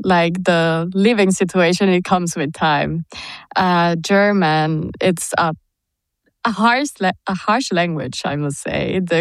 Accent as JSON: {"language": "English", "region": "Lima", "country": "Peru", "said": "I would say people in Lima, maybe we tend to express ourselves softly"}